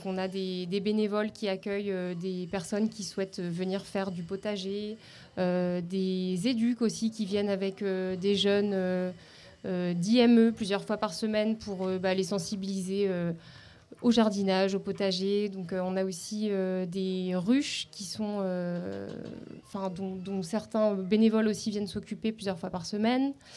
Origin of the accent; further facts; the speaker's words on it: Le Havre, Normandy, France; Nous-mêmes, on est du Havre à la base et on s'est retrouvés là.